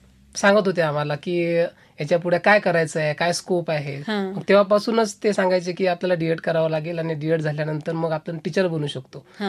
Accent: Akola, Maharashtra, India; नाही नाही, मी तसा मूळचा अकोला जिल्ह्याचा.

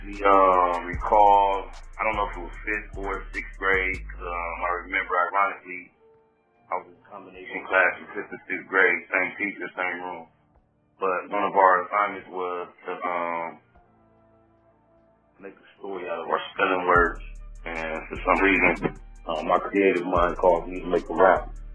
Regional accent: Compton, California, United States; I'm from Compton, slash Los Angeles, South Central, California.

